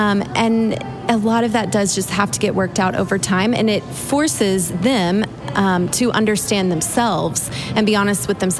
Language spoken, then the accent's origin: English; Texas, United States; being born and raised in Texas